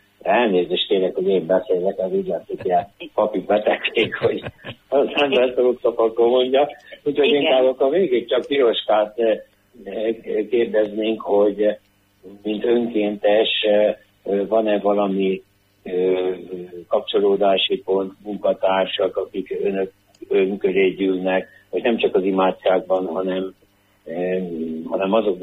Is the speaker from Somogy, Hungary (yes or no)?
yes; Somogy, Hungary; mifelénk Somogyban, ahonnan én származom